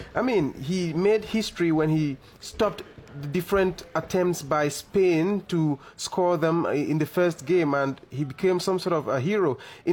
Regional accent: Cameroon; I came from Cameroon

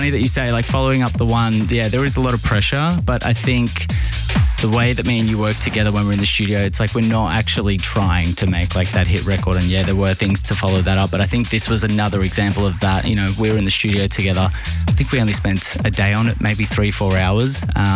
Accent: Australia; moved away; growing up in Australia, the club music scene there kind of took a while to evolve.

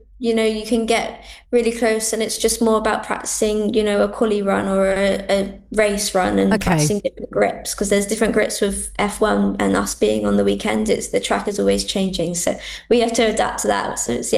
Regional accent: United Kingdom; being a British driver

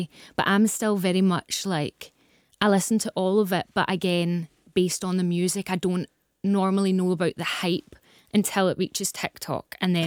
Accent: Scotland, United Kingdom; being a Scottish artist trying to do country

